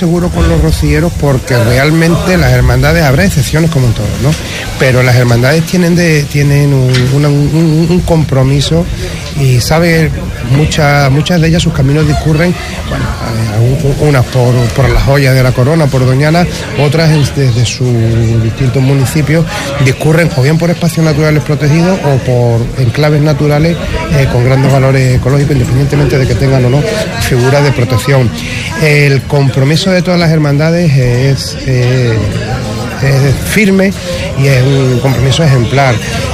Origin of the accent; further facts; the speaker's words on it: Huelva, Andalusia, Spain; also born or lived in Madrid / Aroche; Y yo tener esa sangre serrana, esa sangre arochena, lo llevo muy, muy, muy, muy a gala. Pero criado, bueno, fuera de Huelva hasta los 6 años en Madrid. Y después en Huelva capital, pero con crianza en nuestra querida sierra, nuestra hermosa sierra, nuestra preciosa sierra.